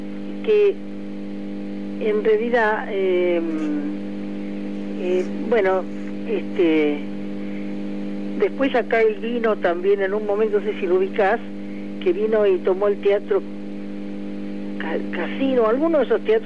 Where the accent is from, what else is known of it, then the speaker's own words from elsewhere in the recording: Buenos Aires, Argentina; born there; Yo nací en Buenos Aires, pero me hice en Río.